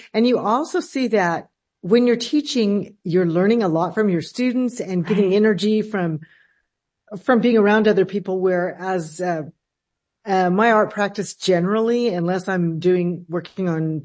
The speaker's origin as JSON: {"language": "English", "town": "El Paso", "region": "Texas", "country": "United States", "said": "I'm from El Paso original"}